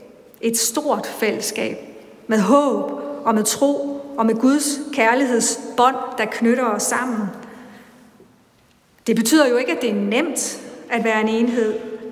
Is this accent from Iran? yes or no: no; Bangladesh; born or raised there; now in Denmark